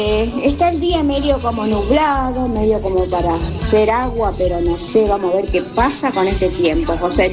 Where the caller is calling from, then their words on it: Rancul, La Pampa, Argentina; Rancula Pampa